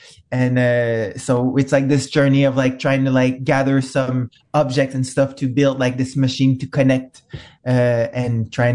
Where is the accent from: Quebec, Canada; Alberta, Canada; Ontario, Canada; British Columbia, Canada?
Quebec, Canada; Montreal; I am from directly from Montreal in Canada.